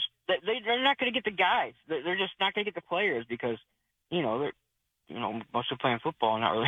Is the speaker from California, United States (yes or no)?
no; New York, United States; now in Alabama, United States; I was born in Alabama, grew up in Western New York. Mother's from there, father's from down here, right? Mm-hmm. So, I got roots in both places.